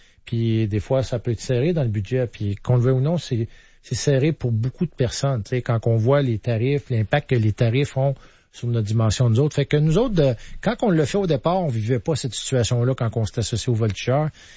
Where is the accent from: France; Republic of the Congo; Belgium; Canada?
Canada; Thetford Mines, Quebec; born there; je partais de chez nous à Thetford